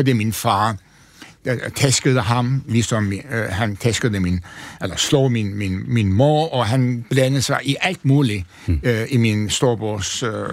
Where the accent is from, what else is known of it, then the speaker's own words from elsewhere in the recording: Antalya, Turkey; Altså, jeg kommer fra en sådan en den overmiddelklasse familie. Altså, min far var apoteker, tjente mange penge i den lille by Antalya, som er kæmpestor, trist by.